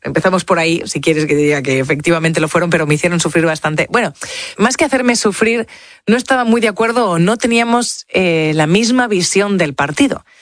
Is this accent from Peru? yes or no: no; Spain